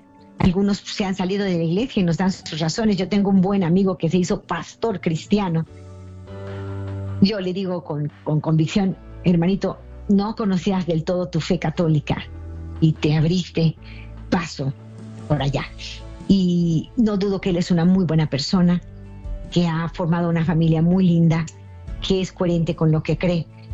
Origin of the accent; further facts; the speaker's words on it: Mexico; now in Guadalajara, Mexico; en mi país, que es México.